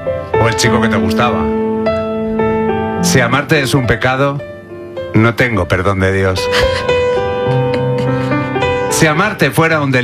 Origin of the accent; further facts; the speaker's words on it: Salamanca, Castile and León, Spain; yo soy de Salamanca.